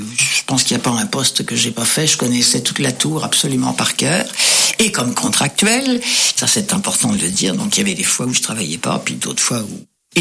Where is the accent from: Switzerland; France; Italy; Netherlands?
France; accent: French (from France); now in Quebec, Canada; qui n'aimait pas mon accent français. Ça, j'ai eu beaucoup de mal avec ça ici au Québec.